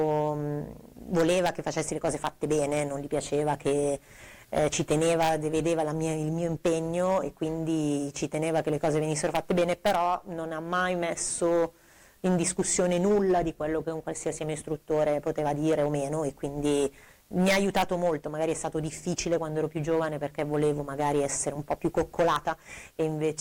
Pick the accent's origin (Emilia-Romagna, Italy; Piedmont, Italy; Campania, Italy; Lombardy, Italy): Lombardy, Italy; Lecco